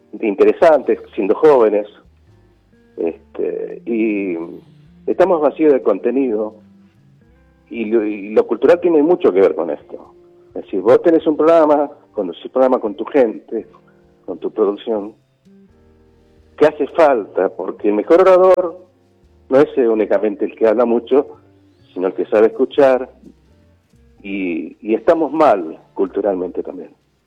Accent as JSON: {"language": "Spanish", "town": "Gualeguay", "region": "Entre Ríos", "country": "Argentina", "tie": "born or raised there", "moved": "yes", "lives_now": "Río Negro, Argentina", "said": "nací en Gualeguay, Entre Ríos"}